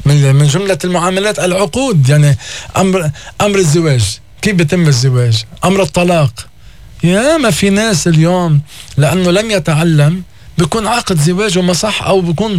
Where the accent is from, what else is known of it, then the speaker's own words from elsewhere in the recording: Lebanon; نحن لبناني